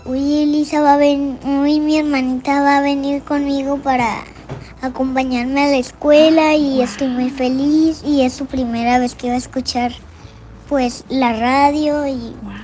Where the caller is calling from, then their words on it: Mexicali, Baja California, Mexico; de Mexicali.